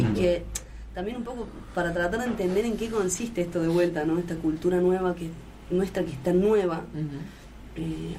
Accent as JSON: {"language": "Spanish", "region": "Córdoba", "country": "Argentina", "said": "Yo vengo de Córdoba, no existe el mar."}